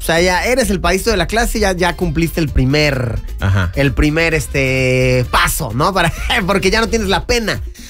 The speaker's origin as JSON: {"language": "Spanish", "region": "Mexico City", "country": "Mexico", "said": "yo soy de Ciudad de México"}